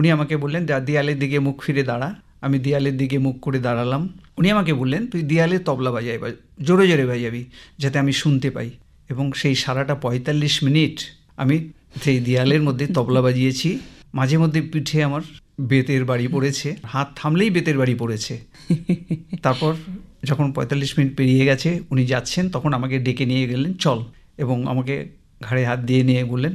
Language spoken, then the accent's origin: Bangla; Jalpaiguri, West Bengal, India; আমার জন্ম জলপাইগুড়িতে, 1949 সালের 2রা জুলাই